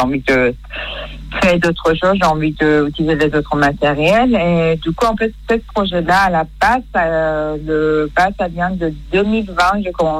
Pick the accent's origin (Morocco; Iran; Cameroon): Iran; moved away; mon pays natal, Iran.